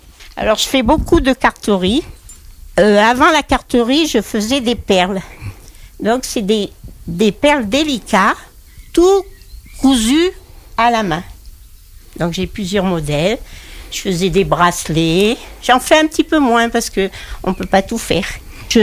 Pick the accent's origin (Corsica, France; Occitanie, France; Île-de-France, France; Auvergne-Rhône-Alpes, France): Auvergne-Rhône-Alpes, France; Saint-Bonnet-de-Rochefort; Je suis de Saint-Bonnet-de-Rochefort.